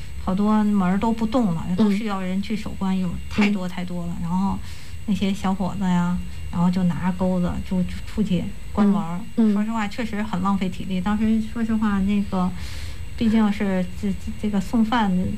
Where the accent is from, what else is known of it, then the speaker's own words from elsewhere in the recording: Chengde, Hebei, China; 我是承德市土生土长的人